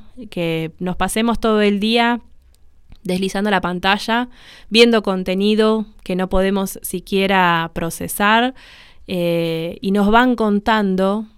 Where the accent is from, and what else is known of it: Argentina